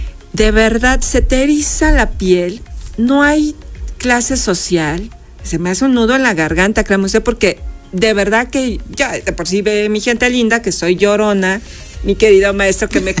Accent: Mexico; somos ahí mexicanos y mexicanas.

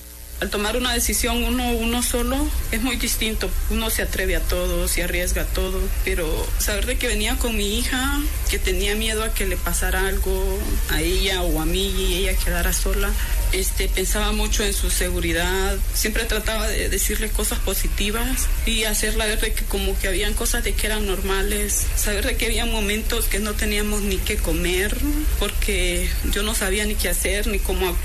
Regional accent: Tegucigalpa, Francisco Morazán, Honduras; moved away as an adult; Vengo de Tegucigalpa, Honduras. Mis motivos para migrar de mi país fueron varios.

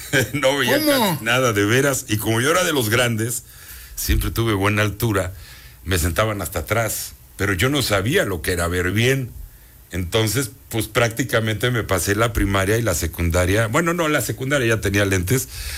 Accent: Puebla, Mexico; born there; Nací en Puebla.

